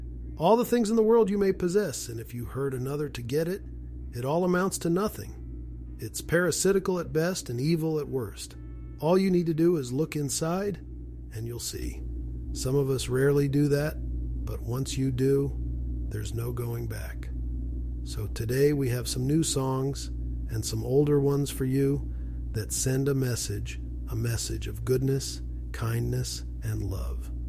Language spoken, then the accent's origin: English; New Jersey, United States; we get her done in 23 minutes because we're from Jersey and we're in a hurry.